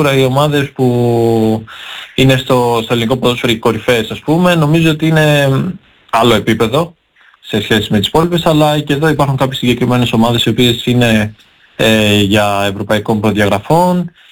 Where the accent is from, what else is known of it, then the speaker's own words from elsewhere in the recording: Patras, Western Greece, Greece; και επειδή ήξερα ότι είμαι πατρινός